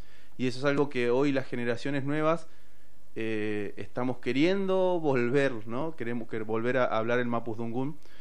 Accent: Allen, Río Negro, Argentina; moved away; yo vengo del Curelefú, ¿sí? Es una forma de presentarme, decirles que vengo del Río Negro, de un pequeño pueblo que hoy se llama Allen, pero que antiguamente sabemos que fue Huaycuñelo. Ese pueblo está a la orilla del Río Negro.

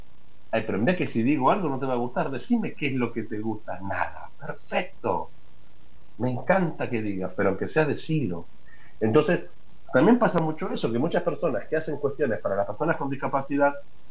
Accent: Argentina

